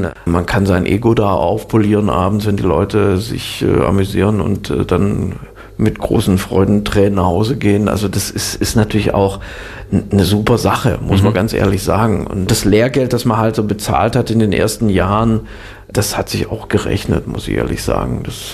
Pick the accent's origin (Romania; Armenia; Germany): Germany; Swabia; also born or lived in Northern Germany; und dann wurde ich zwar in Norddeutschland geboren, aber bin dann auch sehr schnell nach Schwaben umgezogen. Im Grunde bin ich Schwabe, also auch bis heute, man hört es jetzt nicht mehr so im Dialekt